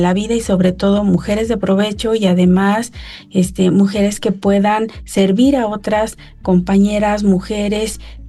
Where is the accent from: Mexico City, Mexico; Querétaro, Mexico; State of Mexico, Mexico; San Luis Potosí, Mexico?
San Luis Potosí, Mexico; Matehuala; soy originaria de Matehuala, San Luis Potosí.